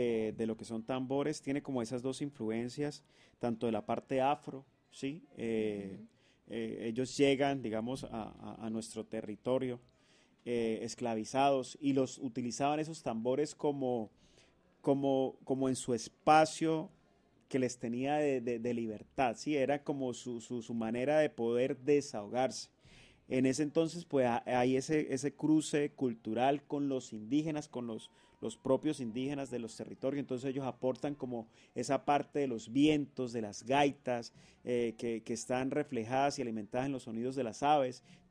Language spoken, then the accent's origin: Spanish; Colombia; somos colombianos, de esa costa pacífica, del Atlántico